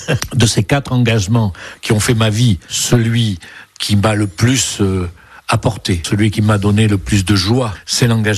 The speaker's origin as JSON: {"language": "French", "town": "Brive-la-Gaillarde", "region": "Nouvelle-Aquitaine", "country": "France", "tie": "born there", "also_born_or_lived": "Montignac", "said": "Je suis né exactement à Brive-la-Gaillarde. Mon père était instituteur rural dans le Terrassonnet. Ma mère était la fille du boulanger de la Dornac. Je n'ai jamais quitté Montignac."}